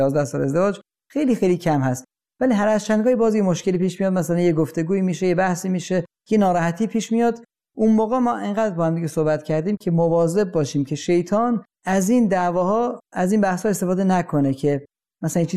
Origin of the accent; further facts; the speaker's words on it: Iran; من در ایران یا ماها همه در ایران متولد شدیم، بزرگ شدیم و دیدیم در کلیسا افرادی بودن که به خاطر ایمانشون طرد شدن.